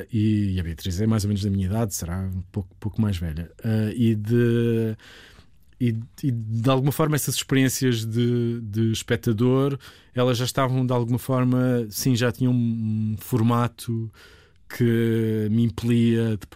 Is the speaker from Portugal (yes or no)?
yes; Sesimbra, Setúbal, Portugal; also born or lived in Lisbon; eu sou de Sesimbra, nasci em Lisboa, mas toda a minha vida, toda a minha infância e juventude foi passada em Sesimbra.